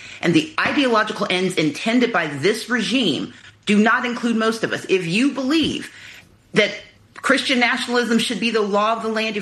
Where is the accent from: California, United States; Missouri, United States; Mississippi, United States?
Mississippi, United States; now in Georgia, United States; I'm from Georgia. I grew up in Mississippi. I came of age in Georgia.